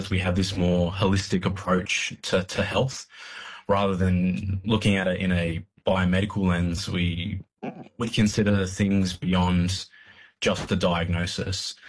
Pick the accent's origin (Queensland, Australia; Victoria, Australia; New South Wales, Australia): New South Wales, Australia; I'm a proud Wiradjuri man with family connections to the Cowra and Cootamundra regions of New South Wales.